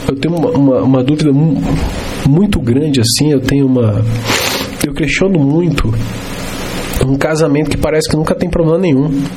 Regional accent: Belém, Pará, Brazil; also born or lived in Macapá, Amapá; now in Videira, Brazil; E eu sou nascido e criado na região norte do país. Eu sou nascido em Macapá, fui criado em Belém do Pará.

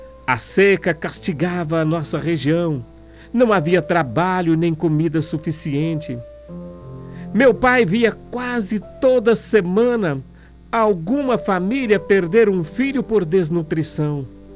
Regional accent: Goiás, Brazil; also born or lived in Bahia; Sou do interior da Bahia. Quando meus pais decidiram deixar tudo para trás, deixar a nossa terra e tentar uma vida melhor em Goiás, eu ainda era um bebê de colo.

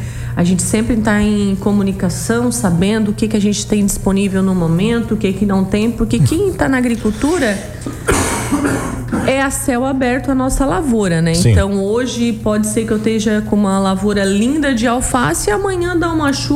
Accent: Araranguá, Santa Catarina, Brazil; now in Sombrio, Brazil; Eu digo que aqui é a minha cidade também, apesar que eu sou de Araranguá.

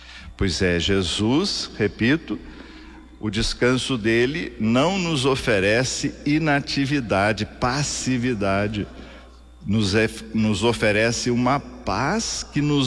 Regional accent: Brazil; somos do Brasil.

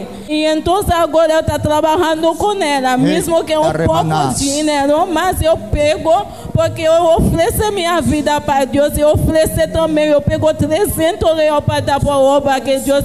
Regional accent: Haiti; Portuguese is a second language; sou haitiana.

